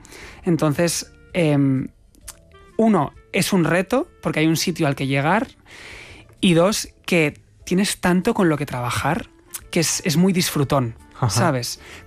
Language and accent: Spanish; Catalonia, Spain; yo, que interpreto a Dalí, soy catalán